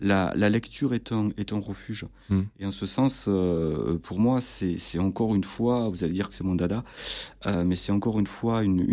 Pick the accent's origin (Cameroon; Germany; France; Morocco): France; Toulouse, Occitanie; accent: toulousain; pardon pour mon accent toulousain et mon anglais déplorable.